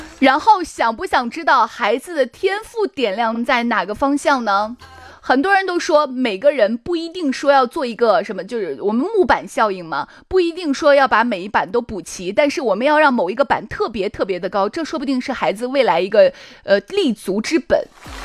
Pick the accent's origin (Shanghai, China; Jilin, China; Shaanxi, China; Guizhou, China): Shaanxi, China; 反正对于我们陕西人来说